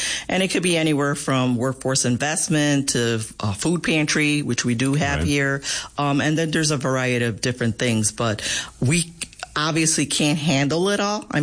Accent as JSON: {"language": "English", "town": "Buffalo", "region": "New York", "country": "United States", "tie": "born or raised there", "said": "Being born and raised in Buffalo and living most of my life on the west side"}